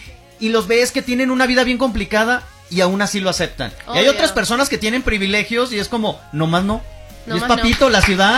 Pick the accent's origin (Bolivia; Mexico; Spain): Mexico; northern Mexico; now in Mexico City, Mexico; yo no soy tampoco de acá, o sea, yo no nací en Ciudad de México.